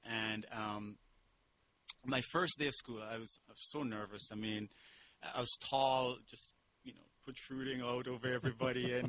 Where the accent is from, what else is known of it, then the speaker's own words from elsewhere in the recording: Canouan, Grenadines, St. Vincent & Grenadines; I went to, when I grew up in Canawan, which is, I told you, 3 miles and about 500 people.